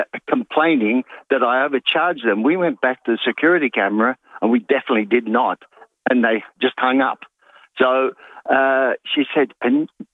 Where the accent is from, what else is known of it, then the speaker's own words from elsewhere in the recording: Naracoorte, South Australia, Australia; I'm from Narra Court